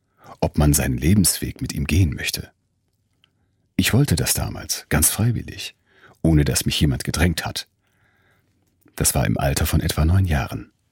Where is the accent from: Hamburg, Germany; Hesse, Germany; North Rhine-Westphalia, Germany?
North Rhine-Westphalia, Germany; Ich bin im Siegerland aufgewachsen. Dort saugt man das Evangelium, die Bibel mit der Muttermilch auf.